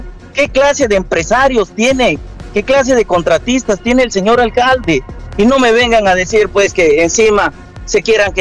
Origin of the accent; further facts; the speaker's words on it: Tambogrande, Piura, Peru; mi querido Tamborande.